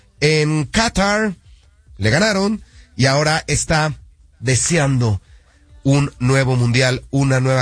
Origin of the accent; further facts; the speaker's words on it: Mexico; Ya quisiéramos haber tenido 1 llegando a semifinales nosotros como mexicanos